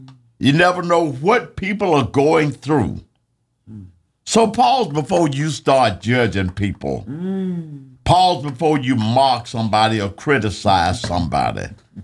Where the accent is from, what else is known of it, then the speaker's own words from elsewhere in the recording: Belzoni, Mississippi, United States; When I walked in, you know, I'm being me from Belzona, Mississippi.